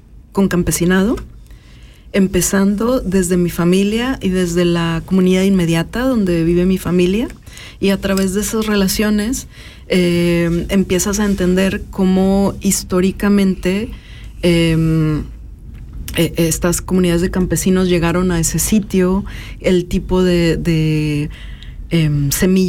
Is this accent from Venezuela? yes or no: no; Mexico; moved away; yo siempre digo, soy inmigrante mexicana. Pero tengo muchísimos años viviendo fuera de México. Muchísimos.